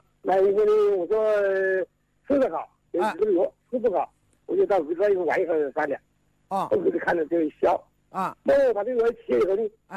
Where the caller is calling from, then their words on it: Xiantao, Hubei, China; 我是仙桃塘那个大夫。